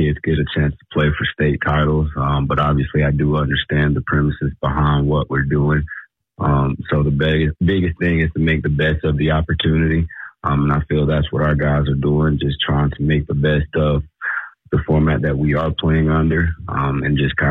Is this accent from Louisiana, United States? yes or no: no; Georgia, United States; now in Nevada, United States; I'm from Georgia myself, and it's you know, more of a football hotspot than the Nevada area is.